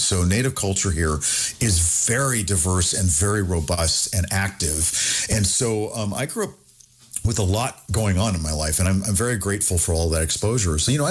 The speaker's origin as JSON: {"language": "English", "region": "Oklahoma", "country": "United States", "tie": "born or raised there", "said": "this was actually quite normal that I was saturated in the arts as an American Indian in the state of Oklahoma."}